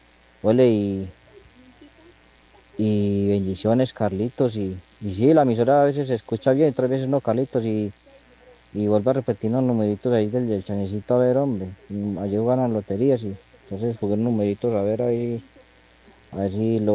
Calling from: Colombia

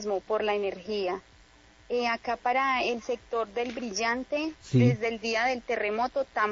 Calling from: Colombia; de acá desde la vereda San José, en el Águila Valle.

